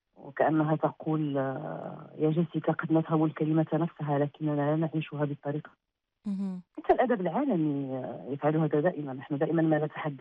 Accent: Morocco; أنا أعتقد أنه في جيناتي نحن مغاربة

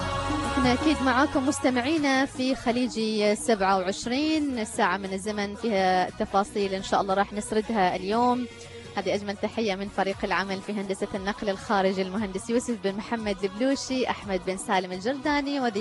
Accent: Oman; بالنسبة لنا كعمانيين

